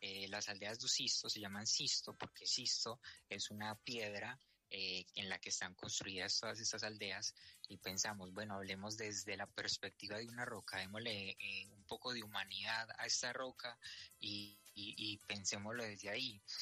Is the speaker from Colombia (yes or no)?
yes; Colombia; nosotros somos de Colombia, conocemos la historia, conocemos los lugares, conocemos las personas, conocemos la gastronomía